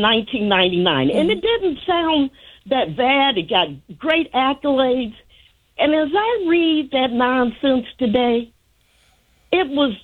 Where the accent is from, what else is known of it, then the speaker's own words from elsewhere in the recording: Chicago, Illinois, United States; I grew up in Lake Meadows, as you all know, and I went to Pershing School.